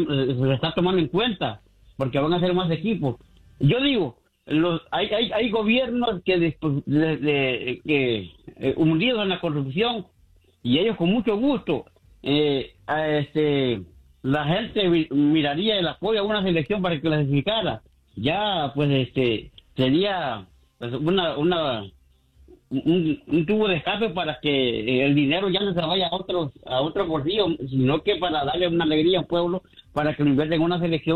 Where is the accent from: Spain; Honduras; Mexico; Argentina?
Honduras; Yo soy hondureño.